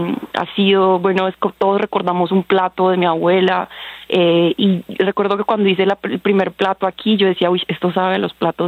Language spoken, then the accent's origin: Spanish; Chocó, Colombia; Pues, o sea, para mí es importantísimo decir que soy del Chocó porque me abre la puerta para hablar del Chocó y yo amo hablar del Chocó.